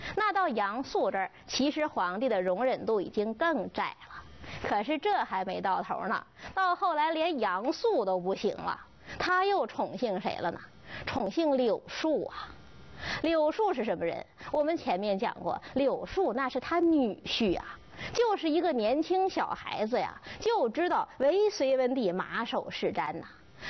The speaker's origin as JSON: {"language": "Chinese", "country": "China", "said": "我们中国人"}